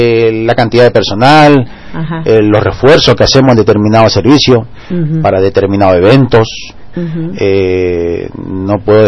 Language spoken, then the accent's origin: Spanish; Argentina; todos somos argentinos